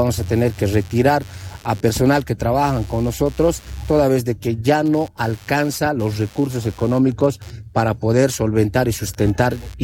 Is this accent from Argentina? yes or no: no; Bolivia